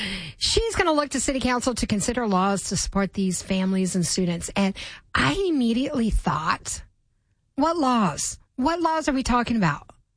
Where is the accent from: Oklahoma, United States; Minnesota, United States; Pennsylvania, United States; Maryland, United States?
Maryland, United States; Silver Spring; because I grew up in Silver Spring, and my parents pulled me out of public school. I did public school for elementary and middle school. They pulled me out for high school.